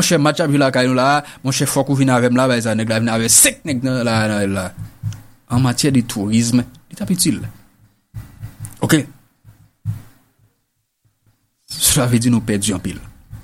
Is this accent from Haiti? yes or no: yes; Haiti; Parce que nous sommes tous des Haïtiens. Même si vous êtes à l'étranger, mais nous sommes tous des Haïtiens.